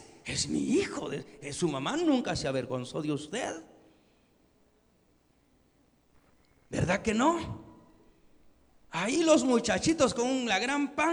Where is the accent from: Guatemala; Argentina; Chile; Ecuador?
Guatemala; born there; decían allá en mi pueblo